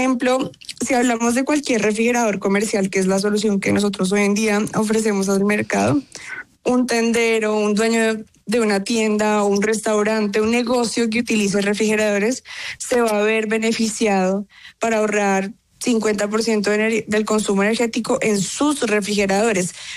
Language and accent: Spanish; Colombia; Nosotros como Nanofreez, como colombianos, decidimos participar en la única categoría global